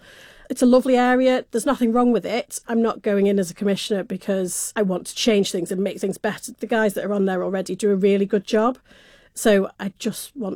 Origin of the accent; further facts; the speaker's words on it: Isle of Man; also born or lived in Santon; I grew up in Moran. I attended the playgroup, so I started in playgroup and went through primary. I lived in Santon, but Moran was my local area.